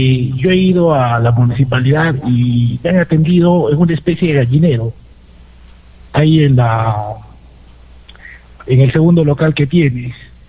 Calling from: Cerro Colorado, Arequipa, Peru; soy vecino de Cerro Colorado.

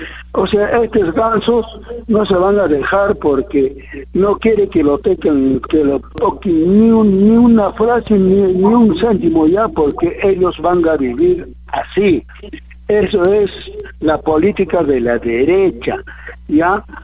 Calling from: Arequipa, Peru; aquí en Arequipa

